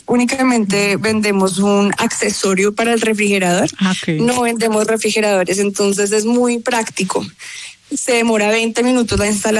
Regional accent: Colombia

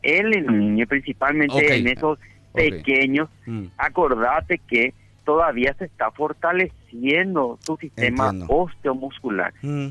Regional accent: Paraguay; nos mantiene vivos como paraguayos

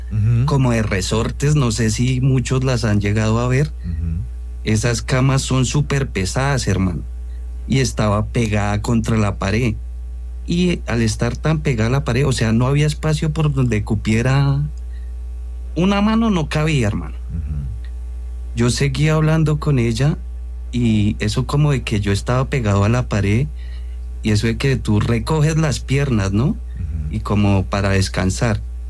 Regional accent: Barbosa, Santander, Colombia; en un guamo que llamamos en Santander, yo soy santanderiano de Barbosa

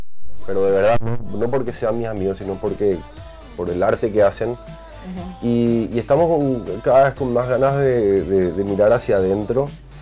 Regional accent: Paraguay; cada vez que salimos, creo que nos reconocemos cada vez más como paraguayos.

